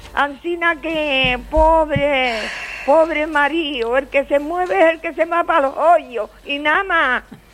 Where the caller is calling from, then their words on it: Teror, Canary Islands, Spain; la de Teror.